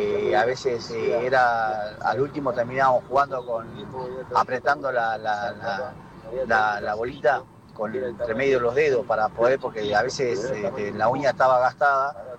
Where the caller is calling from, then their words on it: Salta, Argentina; yo soy de Salta.